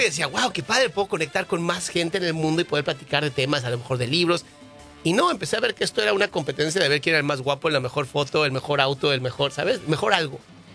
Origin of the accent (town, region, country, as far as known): Mexico; born there